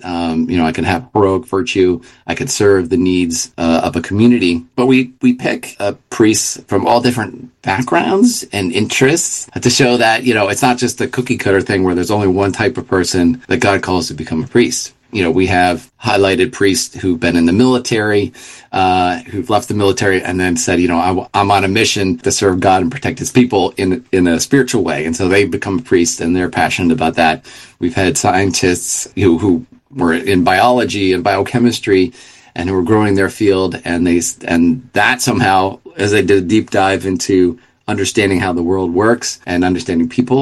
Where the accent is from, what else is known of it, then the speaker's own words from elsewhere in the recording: Philadelphia, Pennsylvania, United States; I'm from Philadelphia, We have parishes that are closing and merging.